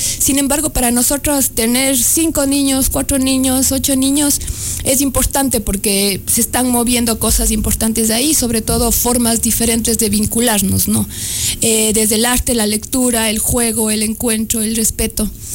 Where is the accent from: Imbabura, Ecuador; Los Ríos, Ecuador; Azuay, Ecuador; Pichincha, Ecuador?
Azuay, Ecuador; Cuenca; now in Baños, Ecuador; yo vengo de Cuenca.